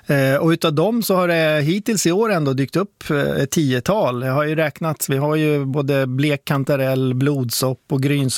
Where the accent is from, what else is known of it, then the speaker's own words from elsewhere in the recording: Sweden; Jag är svensk, det är hemligt.